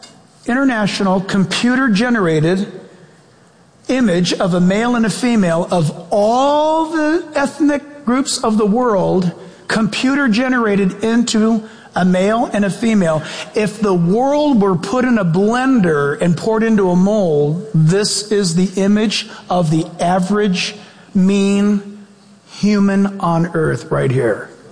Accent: United States; born there

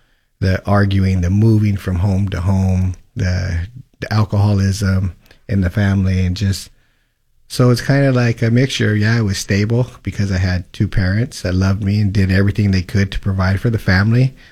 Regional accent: Colton, California, United States; I grew up in Colton, California, a small town north of here.

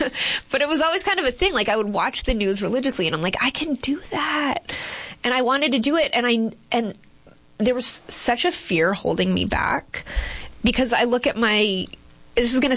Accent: Boston, Massachusetts, United States; born there; accent: Boston; I was born in Boston, Massachusetts.

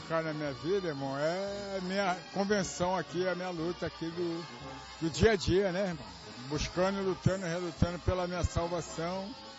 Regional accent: Rio de Janeiro, Brazil; Eu venho do bairro de Bom Sucesso, Manguinho.

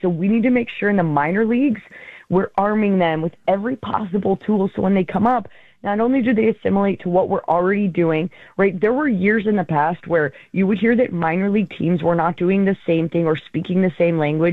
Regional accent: St. Louis, Missouri, United States; I grew up in St. Louis

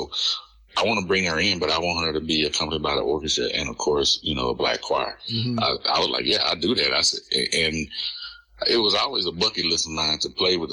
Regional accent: Canyon, Texas, United States; there in my hometown, the university there, West Texas A&M University

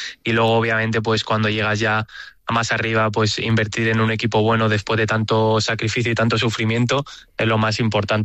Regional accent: Spain; Bueno, siempre Rafa Nadal, ¿no? Siendo español, siempre ha sido uno de mis grandes ídolos

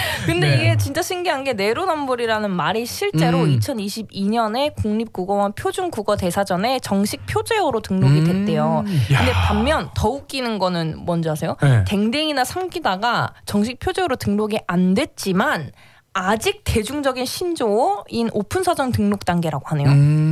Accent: Gyeongsang, South Korea; accent: Gyeongsang; 경상도 발음인가 봐요.

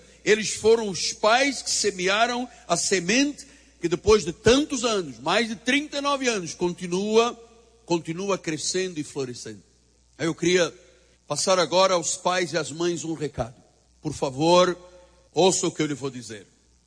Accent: Portugal; eu tinha até sotaque americano sendo português.

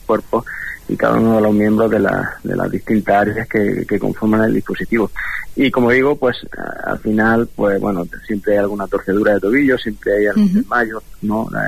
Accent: Baza, Andalusia, Spain; los que somos de aquí de Baza

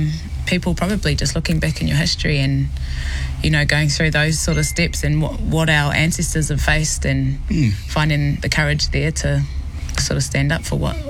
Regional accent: Tauranga, Bay of Plenty, New Zealand; I'm from Tauranga.

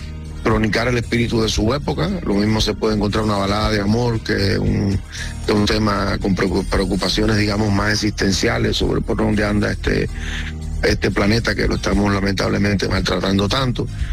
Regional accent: Guantánamo, Cuba; Esencialmente eso es … un dueto que no somos habaneros, somos de Guantánamo, de la región más oriental de Cuba

